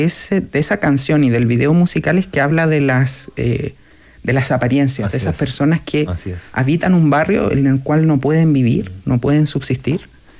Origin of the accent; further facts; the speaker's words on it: Santiago, Santiago Metropolitan Region, Chile; born there; yo nací en Independencia.